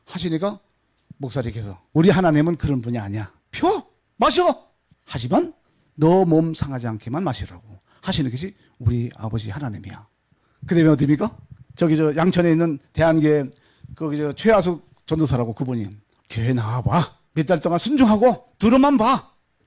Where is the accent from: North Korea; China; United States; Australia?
North Korea; now in South Korea; 그래서 제가 기자회견 할게 해서 나는 북한 놈 맞아.